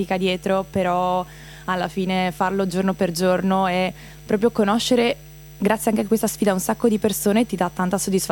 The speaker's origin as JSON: {"language": "Italian", "town": "Trieste", "region": "Friuli-Venezia Giulia", "country": "Italy", "tie": "born there", "said": "è un cognome croato, ho i genitori croati, ma io sono nata qua a Trieste e alla fine purtroppo non so il croato, non me l'hanno insegnato"}